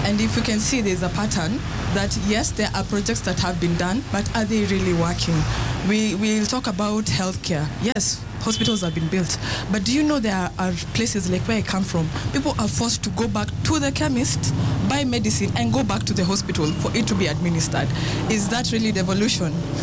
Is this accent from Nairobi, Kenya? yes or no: no; Nyeri County, Kenya; like my ward, I come from Agodhi Gaki.